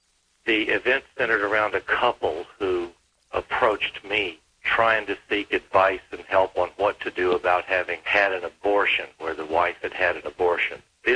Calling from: Baton Rouge, Louisiana, United States; I'm calling from Baton Rouge, Louisiana.

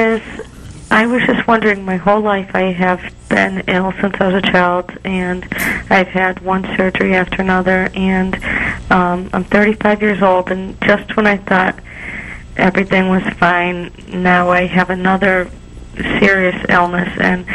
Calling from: East Longmeadow, Massachusetts, United States; I'm from East Longmeadow, Massachusetts.

